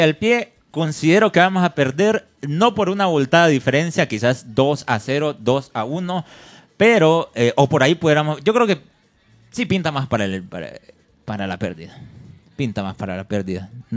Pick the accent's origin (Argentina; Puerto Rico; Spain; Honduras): Honduras; Nosotros somos 100% catrachos